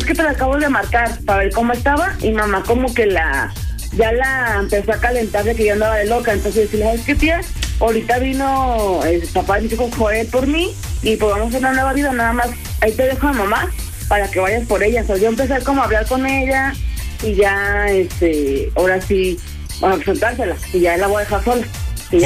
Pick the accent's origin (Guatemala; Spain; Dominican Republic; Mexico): Mexico; Guadalajara, Jalisco; accent: Mexico City; De aquí, de Guadalajara, pero pues me escucho chilanga, tengo sangre de chilanga.